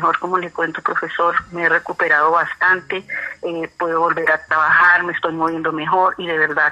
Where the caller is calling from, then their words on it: Mosquera, Cundinamarca, Colombia; yo le estoy llamando acá de Mosquera, Cundinamarca.